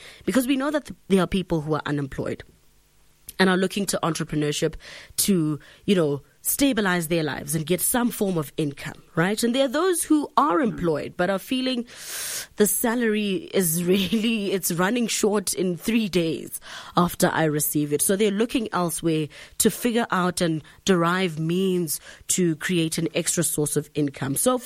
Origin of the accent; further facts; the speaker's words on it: Mentz, Limpopo, South Africa; from Mentz, completing my matric at the end of this year.